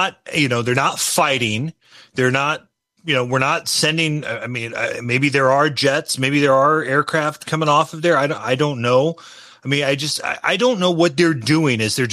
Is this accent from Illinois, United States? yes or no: yes; Illinois, United States; I'm from Northern Illinois